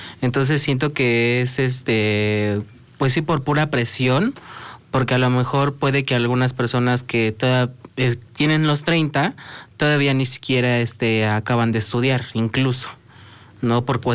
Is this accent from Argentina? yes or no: yes; Argentina; Es que yo soy de Argentina.